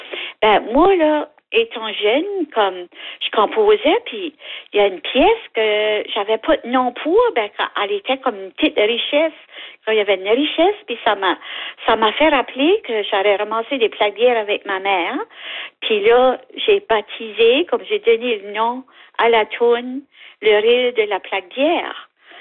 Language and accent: French; Pointe-Sapin, New Brunswick, Canada; C'est comme moi, je suis née à Pointe-Sapin, puis j'ai vécu comme toute la déportation du parc Couchibouguac, comme les maisons qui étaient abandonnées.